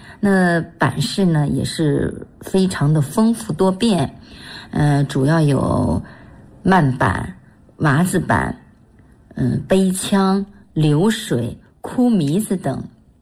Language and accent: Chinese; Wu'an, Hebei, China; 我们家乡的艺术瑰宝武安烙子。武安烙子是河北邯郸武安独有的地方戏曲剧种